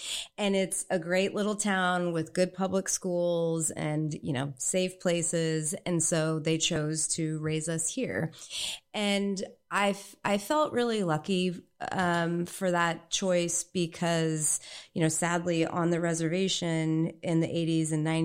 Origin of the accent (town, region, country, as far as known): California, United States